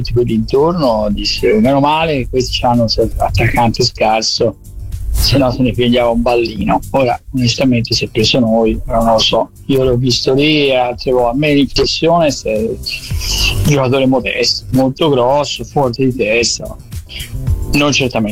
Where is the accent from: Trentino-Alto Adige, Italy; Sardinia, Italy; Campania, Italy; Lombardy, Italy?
Lombardy, Italy; Brescia; Sono da Brescia.